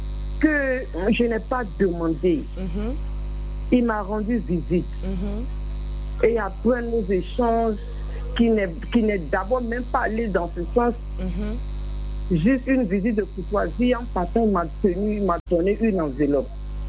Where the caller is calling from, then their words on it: Abidjan, Côte d’Ivoire; J'appelle de Port-Bouy.